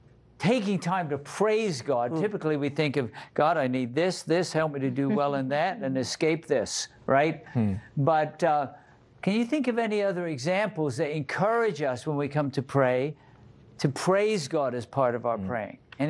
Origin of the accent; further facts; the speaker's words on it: Bristol, South West England, United Kingdom; moved away; I grew up in Bristol, England. That's on the west coast of England.